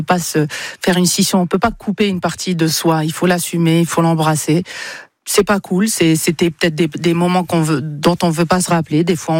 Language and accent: French; Algeria; moved away; Je vous dis la vérité, depuis que j'ai quitté l'Algérie, on dirait que ma résidence est une valise et un passeport.